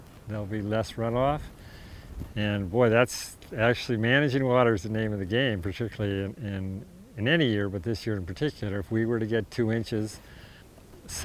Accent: Montana, United States; Whereas now, you know, I'm from the Musselshell watershed, central Montana, and, you know, I'm part of a community that goes north and south of the Missouri River.

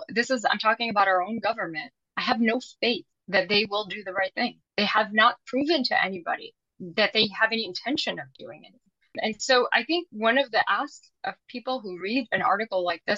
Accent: United States

